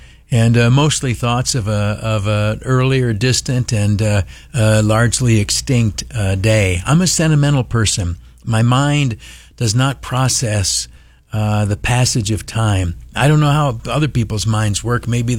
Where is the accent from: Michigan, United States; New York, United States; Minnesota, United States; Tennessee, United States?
New York, United States; Canisteo; moved away; I went down to my hometown, Canastillo.